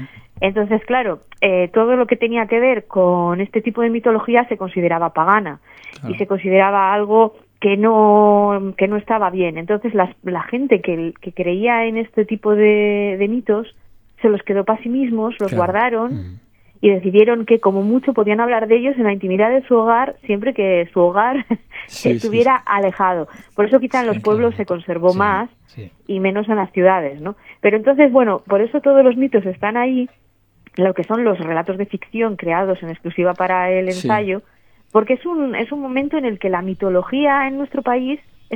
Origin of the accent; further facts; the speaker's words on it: Basque Country, Spain; now in Gijón, Spain; en mi zona, porque yo soy del País Vasco, ese es mi origen